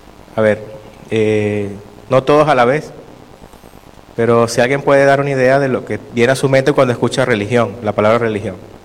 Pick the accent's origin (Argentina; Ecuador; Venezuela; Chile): Venezuela; moved away; yo soy venezolano, del país de donde yo vengo